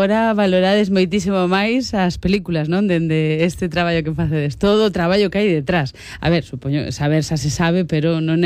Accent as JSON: {"language": "Spanish", "town": "Bilbao", "region": "Basque Country", "country": "Spain", "said": "yo soy de Bilbao"}